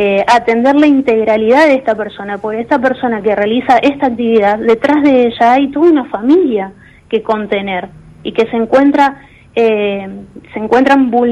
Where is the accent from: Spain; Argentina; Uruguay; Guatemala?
Argentina